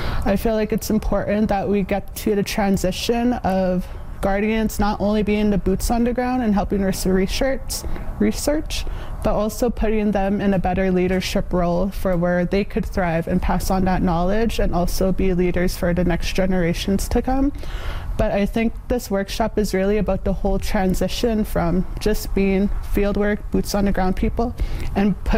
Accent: Northwest Territories, Canada; I'm from Toledo, Northwest Territories, a little place called the Sawtooth Region.

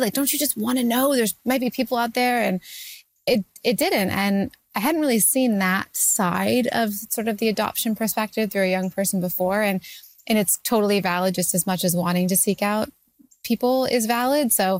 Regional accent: Canada; I'm Canadian and like, why not?

